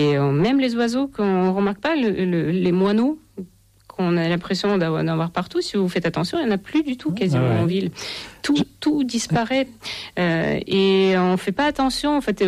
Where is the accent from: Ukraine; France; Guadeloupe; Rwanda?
Ukraine; moved away; quand j'étais gamine en Ukraine.